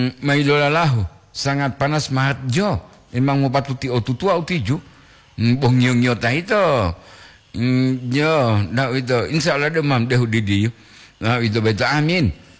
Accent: Gorontalo, Indonesia; now in Manado, Indonesia; Pak Kuni, saya orang Gorontalo tapi tinggal di Manado.

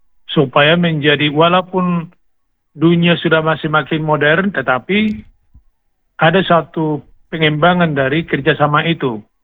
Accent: Siborong-Borong, North Sumatra, Indonesia; moved away; di kampung saya dulu ya, di Siborong-Borong saya

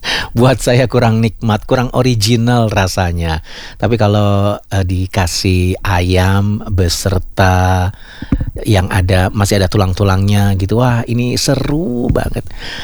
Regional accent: East Java, Indonesia; dulu zaman saya waktu kecil di Jawa Timur.

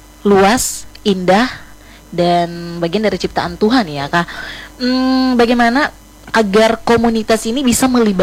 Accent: Ambon, Maluku, Indonesia; Kebetulan saya asli bukan asli sih, tapi lahir besar di Ambon, tapi papa orang Banda, mamanya Buru Selatan gitu.

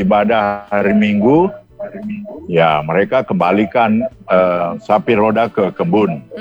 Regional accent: North Sulawesi, Indonesia; now in Bitung, Indonesia; Kita memang orang Paku Ure.

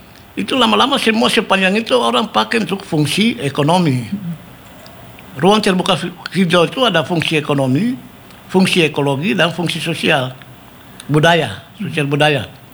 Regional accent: Yogyakarta, Special Region of Yogyakarta, Indonesia; Kalau kita lihat misalnya di kota-kota macam Jogja, saya dari Jogja.

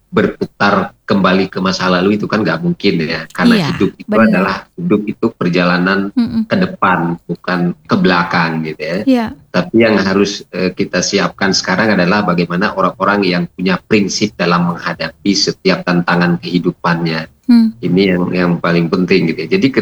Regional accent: Aceh, Indonesia

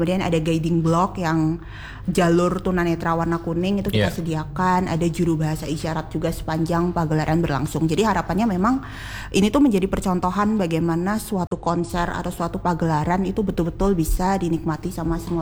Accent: Ngawi, East Java, Indonesia; kita satu daerah. Kita dari Ngawi keduanya.

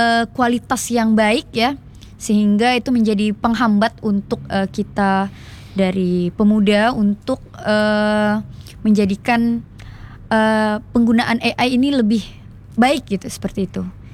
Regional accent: Sungai Daun, West Kalimantan, Indonesia; Kalau di tempat saya, jadi kan saya kan dari Desa Sungai Daun, Kak.

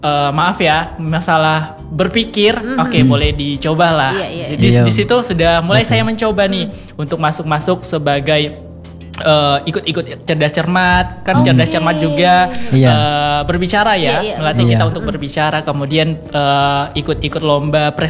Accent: Central Sulawesi, Indonesia; di kampung saya, khususnya di Kabupaten Parigi Mutong sana

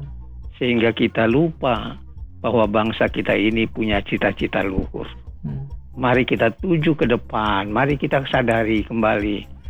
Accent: North Sumatra, Indonesia; Karena saya adalah berasal dari Angkola, Tapanuli Selatan, maka saya juga ingin memperkenalkan nanti ada kekhasan dibandingkan dengan Tapanuli Utara.

